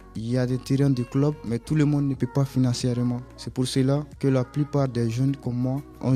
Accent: Guinea; now in France; j'ai 17 ans, je viens de Guinée-Conakry.

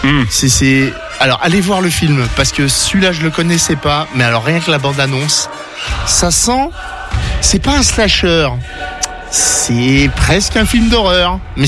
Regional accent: eastern France, France; Moi, je suis de l'Est.

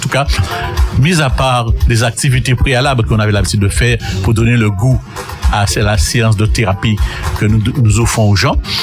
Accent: Pointe-Noire, Guadeloupe; je suis exactement originaire de Prête-Noire.

